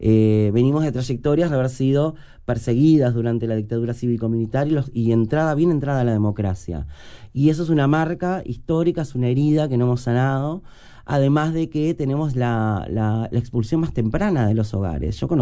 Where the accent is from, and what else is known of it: San Carlos, Maldonado, Uruguay; born or raised there; moved away as an adult